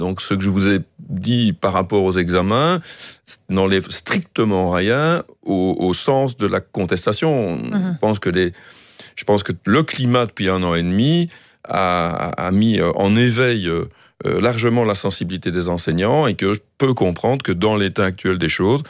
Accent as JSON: {"language": "French", "town": "Liège", "region": "Wallonia", "country": "Belgium", "accent": "slight provincial Liège accent", "said": "Mais mon léger accent provincial est plutôt liégeois, comme vous l'entendez."}